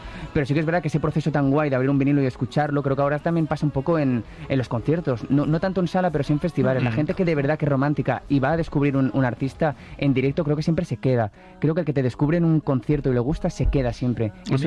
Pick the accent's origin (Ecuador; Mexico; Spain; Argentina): Spain; Valencian Community; Bueno, estoy intentando aprender a hacer paella ya, como buen valenciano